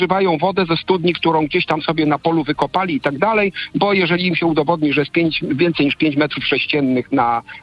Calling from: Wrocław, Lower Silesian Voivodeship, Poland; Mieszkam we Wrocławiu, w miejscu, gdzie przepływa rzeka Bidawa

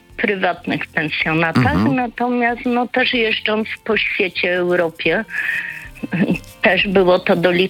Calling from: Zakopane, Lesser Poland, Poland; mieszkam w Zakopanem.

